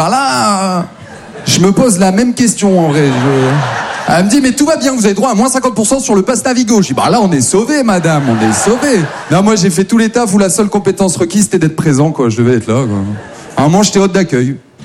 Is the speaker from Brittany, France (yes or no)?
no; Maubeuge, Hauts-de-France, France; now in Paris, France; Moi, je viens de Maubeuge. Ouais, ça met jamais une bête d'ambiance, ça, t'as vu je... Jamais les gens sont contents, quoi. Non, Maubeuge, c'est une petite ville dans leur Pas-de-Calais, maintenant tout va bien, j'habite à Paris.